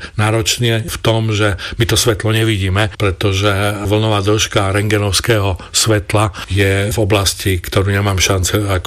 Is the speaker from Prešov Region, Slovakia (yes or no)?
yes; Čemerné, Prešov Region, Slovakia; also born or lived in Bardejov; ja som sa narodil v Bardejove a potom sme sa presťahovali do Čemerného, pretože otec bol lekár